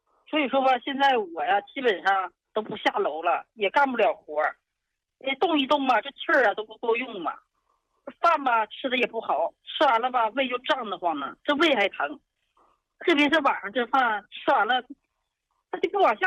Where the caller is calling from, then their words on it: Harbin, Heilongjiang, China; 我家是黑龙江哈尔滨的